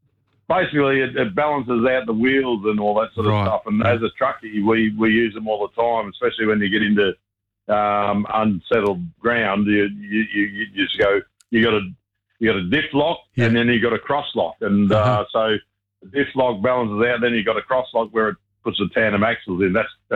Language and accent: English; Lilydale, Victoria, Australia; Yeah, I'm originally a Lilydale boy, mate. From out with Sam's family from up to New Tans, but I grew up with them all.